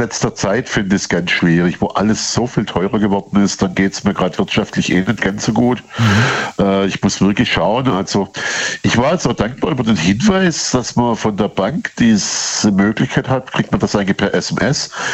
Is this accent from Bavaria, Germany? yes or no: no; Baden-Württemberg, Germany; So 40 Kilometer nördlich von Stuttgart, also nördlich Rems-Murr-Kreis, ja.